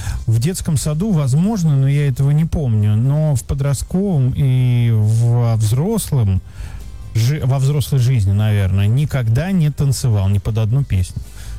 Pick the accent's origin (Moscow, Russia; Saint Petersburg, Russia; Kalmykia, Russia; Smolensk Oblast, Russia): Saint Petersburg, Russia; born there; Живу в Питере уже 45 лет и ни разу не был на фонтанах в Петергофе. Родился в Ленинграде, живу в Питере и не был на фонтанах.